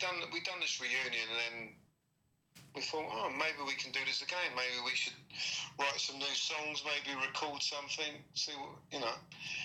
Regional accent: London, United Kingdom; I'm London, yeah. So I'm born and bred in Shepherd's Bush in London.

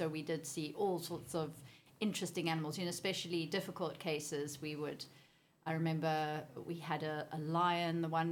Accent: Cape Town, Western Cape, South Africa; moved away as an adult; also born or lived in United Kingdom; now in Mallorca, Spain; I'm from Cape Town.

